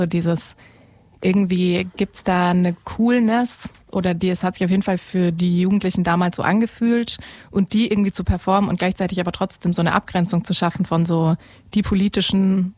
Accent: West Germany, Germany; ich bin aus dem Westen

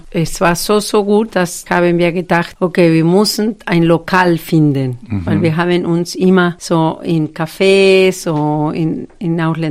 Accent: Argentina; German is a second language; now in Germany; ich komme aus Argentinien

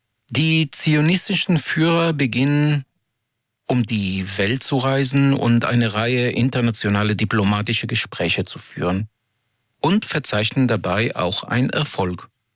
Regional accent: Israel; Ich komme aus Israel, eine Demokratie, die gerade zerfällt, genau wegen Menschen, wie ihr es seid.

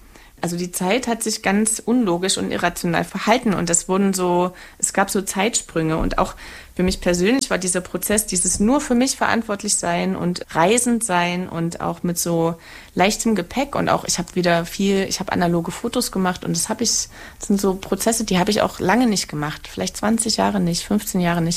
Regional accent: Saxony, Germany; Also da, wo ich herkomme, im Erzgebirge, da driften die Jugendlichen mit dem Auto auf den Schneeflächen.

